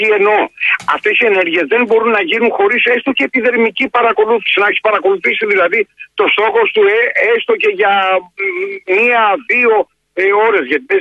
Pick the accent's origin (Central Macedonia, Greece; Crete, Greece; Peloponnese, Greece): Peloponnese, Greece; όπως λένε και στο χωριό μου στην Πελοπόννησο